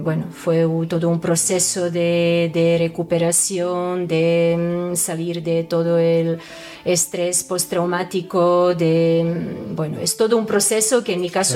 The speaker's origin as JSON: {"language": "Spanish", "region": "Canary Islands", "country": "Spain", "moved": "yes", "said": "Bueno, pues mi idea inicial cuando me fui de Canarias a Sudáfrica fue de quedarme por lo menos 2-3 años."}